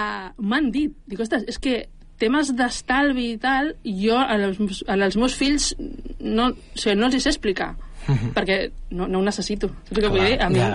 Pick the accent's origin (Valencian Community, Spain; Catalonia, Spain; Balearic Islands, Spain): Catalonia, Spain; Roda de Ter; jo soc de Roda